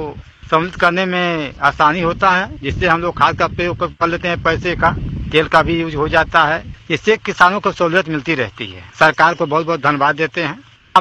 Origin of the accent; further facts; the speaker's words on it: Gorakhpur, Uttar Pradesh, India; ग्राम दुगना, जिला गोरखपुर का रहने वाला हूँ।